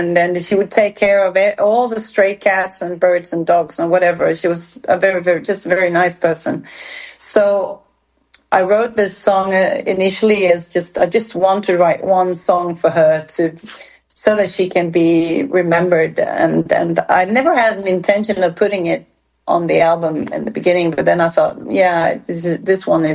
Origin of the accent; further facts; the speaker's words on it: Sweden; whenever I say that I'm from Sweden